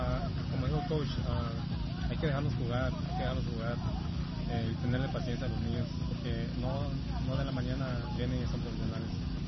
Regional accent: Guatemala; now in United States; Soy de Guatemala.

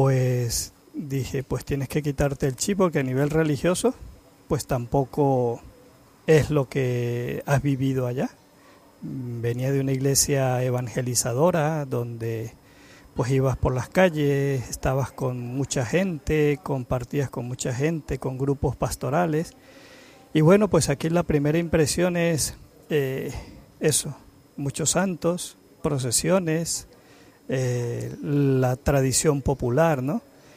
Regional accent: Venezuela; moved away; Porque uno viene de una realidad que yo llegué o salí de Venezuela en el año 2018

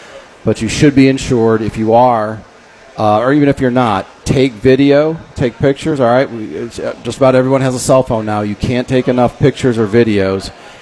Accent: Lake County, Indiana, United States; I'm from Lake County.

